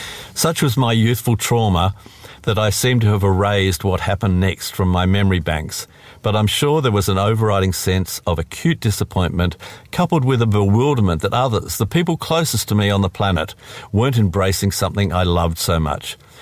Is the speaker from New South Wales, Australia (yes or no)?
no; Launceston, Tasmania, Australia; I was lucky growing up in Launceston in the, you know, I was born in 1956, so we're talking the early 60s here.